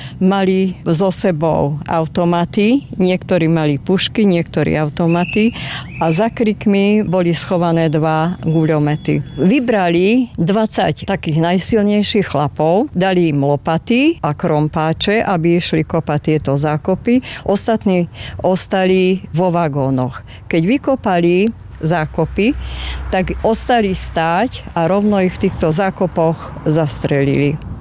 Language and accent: Slovak; Sklené, Žilina Region, Slovakia; zo sklaného nemeckej dediny, ktorá sa volala kedysi Glazerhau a leží v oblasti Haverlandu.